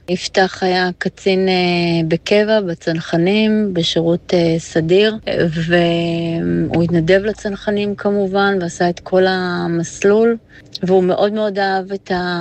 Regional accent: Haifa, Haifa District, Israel; אנחנו חיפאים

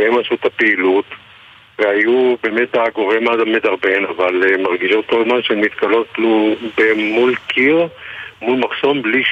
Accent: Givatayim, Tel Aviv District, Israel; born there; כי אנחנו ילידי, בעצם נולדנו בגבעתיים עוד

